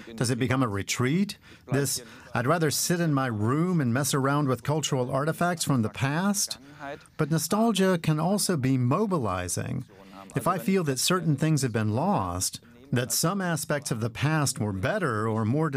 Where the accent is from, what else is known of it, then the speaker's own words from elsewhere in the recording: Haskovo, Haskovo Province, Bulgaria; Sofia, and this is my hometown of Haskovo.